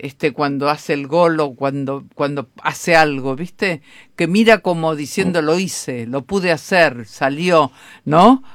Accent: General Roca, Río Negro, Argentina; Yo soy patagónica. Y nosotros, la capital era Bahía cuando yo era chica.

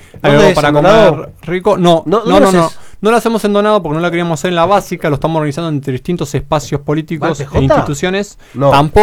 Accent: Argentina

